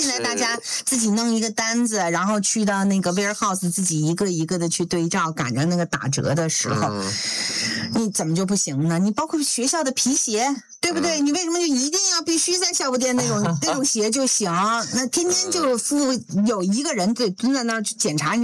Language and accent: Chinese; China; now in New Zealand; 如果不是因为我是中国人，也许我不会这么看这个问题。